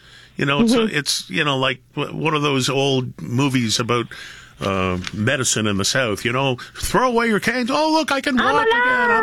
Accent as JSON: {"language": "English", "town": "Toronto", "region": "Ontario", "country": "Canada", "tie": "born or raised there", "said": "And I don't live in Toronto. I could not live in Toronto anymore, and it's my hometown. I mean, I worked in radio in Toronto for the majority of my life."}